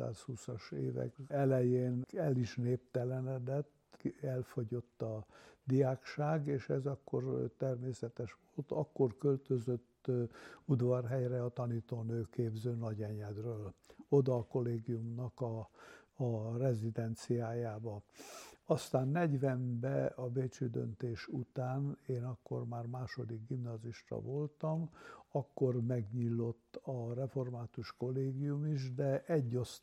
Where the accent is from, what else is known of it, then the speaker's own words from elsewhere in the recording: Araci, Covasna, Romania; also born or lived in Odorheiu Secuiesc; mi úgy voltunk elindulva Árapatakon, amikor édesapám oda került lelkésznek, és születtünk egymás után, hát Árapatakon négyen a testvérek közül, kettő született aztán Kolozsváron